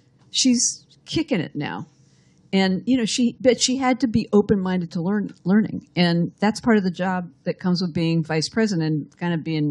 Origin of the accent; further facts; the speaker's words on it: Bay Area, California, United States; By the way, I grew up in the Bay Area. I actually grew up about a mile from where she grew up.